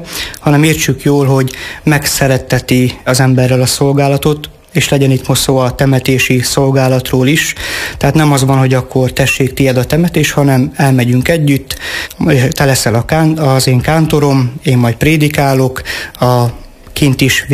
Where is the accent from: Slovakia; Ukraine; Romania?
Ukraine; Fornos, Zakarpattia Oblast; is ugye olyan közegből jövök az én kárpátai fornosi anyagyülekezetemből, ahol tulajdonképpen az ifiben nőttem fel